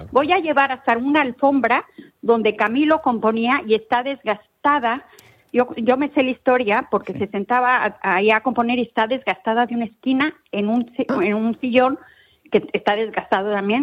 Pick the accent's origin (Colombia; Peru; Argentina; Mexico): Mexico; yo creo que porque soy mexicana, porque he hecho muchos.